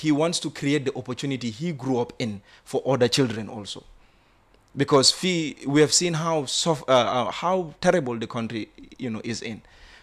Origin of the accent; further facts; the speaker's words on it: Bakau, Kanifing, Gambia; I come from Bakau. It's a coastal town. I know the issues that are affecting the people and the young people of Bakau.